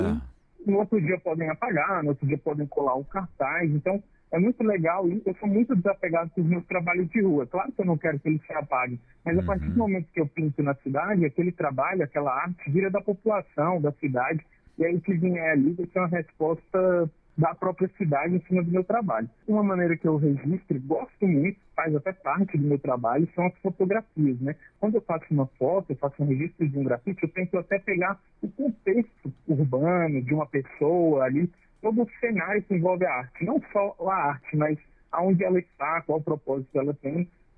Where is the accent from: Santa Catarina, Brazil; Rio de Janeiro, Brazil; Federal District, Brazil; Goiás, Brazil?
Federal District, Brazil; Brasília; sou filho de nordestinos, sou nascido e criado em Brasília, porém a minha família veio para Brasília e eu nasci aqui.